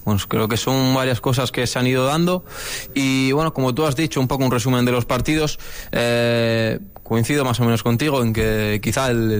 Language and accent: Spanish; Alicante, Valencian Community, Spain; también se asemeja un poco a mi tierra, bueno, Alicante.